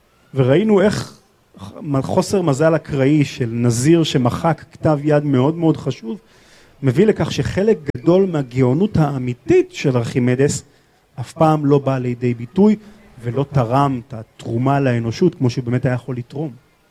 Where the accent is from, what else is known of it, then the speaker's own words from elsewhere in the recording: Haifa, Haifa District, Israel; כמי שגדל בחיפה